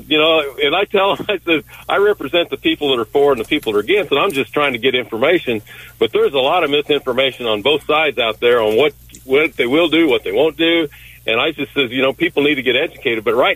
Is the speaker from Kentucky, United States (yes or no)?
no; Morrisonville, Illinois, United States; born there; I was born in Morrisonville